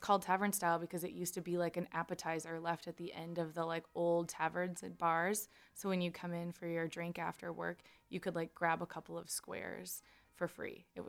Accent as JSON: {"language": "English", "town": "Austin", "region": "Texas", "country": "United States", "tie": "born or raised there", "said": "I was born here in Austin."}